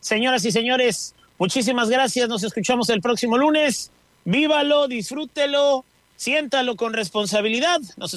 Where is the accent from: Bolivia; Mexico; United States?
Mexico; hay que darle como lo que somos, como mexicanos, afrontarlo como debe de ser, no rajarse